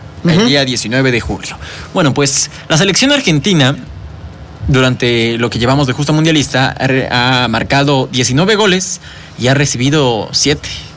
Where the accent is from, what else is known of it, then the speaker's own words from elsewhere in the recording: Mexico; lo peor que nos podía pasar como aficionados mexicanos